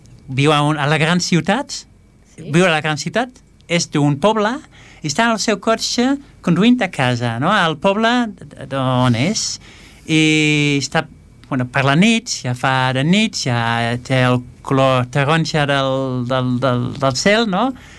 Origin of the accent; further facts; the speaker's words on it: Netherlands; Catalan is a second language; I a més, soc holandès.